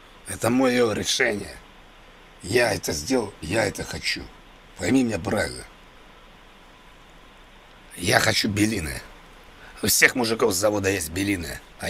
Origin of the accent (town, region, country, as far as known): Moscow, Russia; born or raised there; accent: Moscow